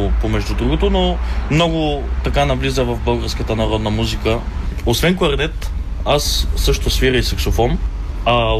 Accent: Kribul, Blagoevgrad Province, Bulgaria; Родом съм от Гоце Делчевския край, едно село, Крибул.

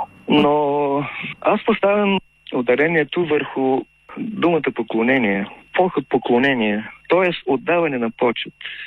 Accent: Asenovgrad, Plovdiv Province, Bulgaria; now in Sliven, Bulgaria; Аз дори съм от Асеновград. И 50 и няколко години живея тук в Сливен.

